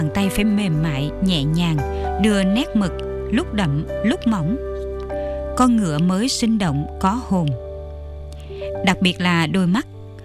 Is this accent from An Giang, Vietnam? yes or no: yes; An Giang, Vietnam; Tôi được sinh ra ở vùng Chợ Mới, An Giang.